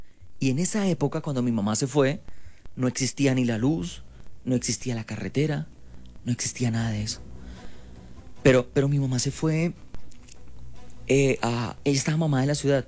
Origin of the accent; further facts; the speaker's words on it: Bogotá, Colombia; born there; No, yo soy... Yo nací en Bogotá.